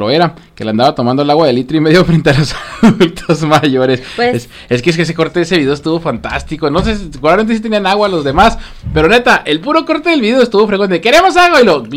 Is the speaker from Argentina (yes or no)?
no; Mexico